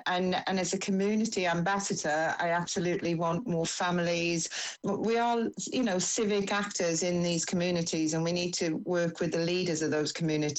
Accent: Wales, United Kingdom; moved away; also born or lived in Milton Keynes; I'm from a Welsh mining valley community in South Wales. It's a very deprived area

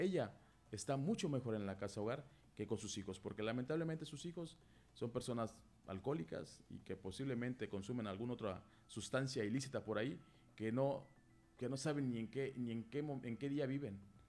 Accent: Chetumal, Quintana Roo, Mexico; born there; yo soy de Quintana Roo, soy de Chetumal, Quintana Roo, aquí nací.

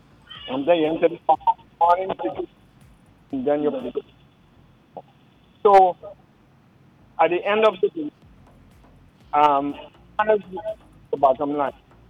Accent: Niger; I grew up in Niger.

